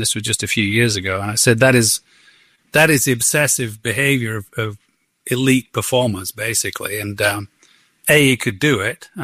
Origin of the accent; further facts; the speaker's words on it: Northern England, United Kingdom; I mean, you know, I'm from Northern England, which is, you said you're from Missouri and kind of not the best part of Missouri, you said.